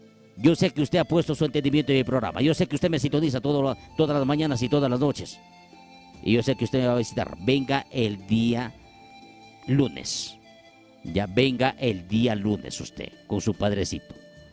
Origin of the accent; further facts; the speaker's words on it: Huancabamba, Piura, Peru; moved away; desde allá, desde mi tierra bendita, Huancabamba, Salalá.